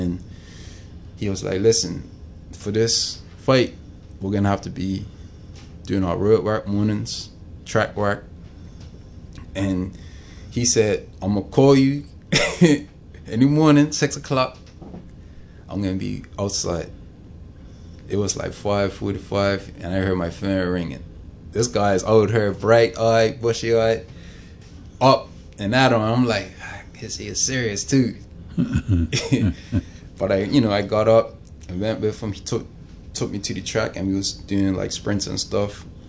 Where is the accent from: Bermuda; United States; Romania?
Bermuda; me and my friends growing up in Audra